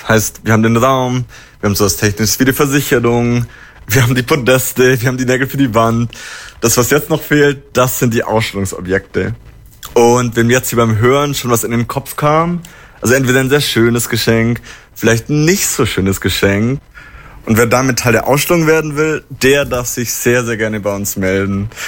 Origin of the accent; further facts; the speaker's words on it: Bavaria, Germany; now in Berlin, Germany; Ich bin selber ursprünglich Allgäuer